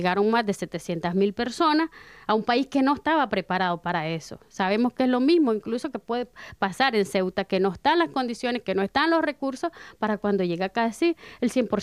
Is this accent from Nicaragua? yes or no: yes; Nicaragua; now in Spain; nosotras que venimos exiliadas de Nicaragua